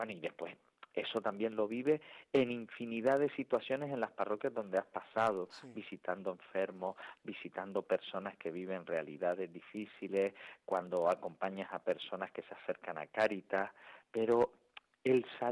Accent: Teror, Canary Islands, Spain; soy de Teror

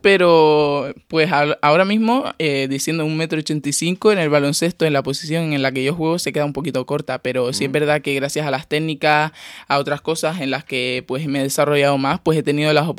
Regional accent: Teror, Canary Islands, Spain; la verdad que para mí fue un honor pues poder representar a mi pueblo, Teror.

